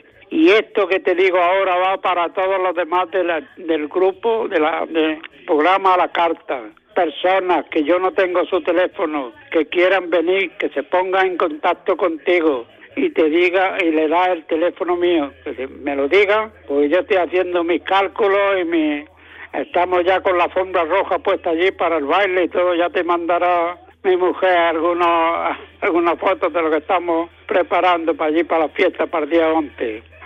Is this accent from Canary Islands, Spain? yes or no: no; Almuñécar, Andalusia, Spain; de Almuñécar, gerente de la Peña El Aguacate.